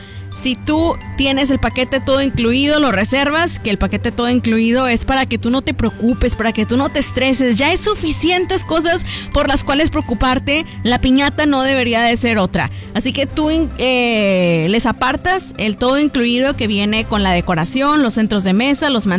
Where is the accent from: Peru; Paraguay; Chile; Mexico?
Mexico; es otra canción que nos hace sentir orgullosos de ser mexicanos.